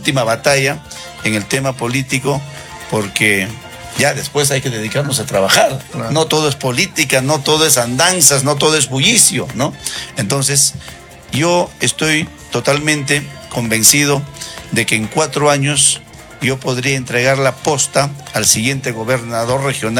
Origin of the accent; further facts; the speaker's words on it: Ancash, Peru; mis paisanos, los ancashinos